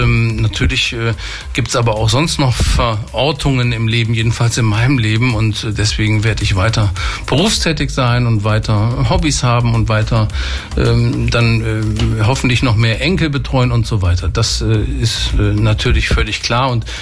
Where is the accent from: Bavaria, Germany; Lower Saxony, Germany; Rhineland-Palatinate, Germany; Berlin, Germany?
Lower Saxony, Germany; Georgsmarienhütte; Ich bin ja hier in Georgsmarienhütte aufgewachsen